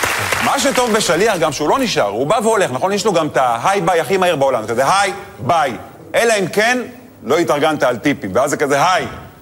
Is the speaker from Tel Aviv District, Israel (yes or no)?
no; Netanya, Central District, Israel; born or raised there